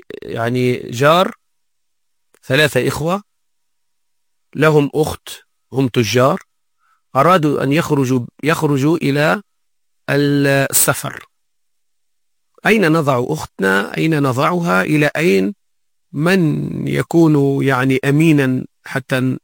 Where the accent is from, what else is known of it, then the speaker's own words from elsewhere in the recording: Tunisia; احنا مثال عندنا في تونس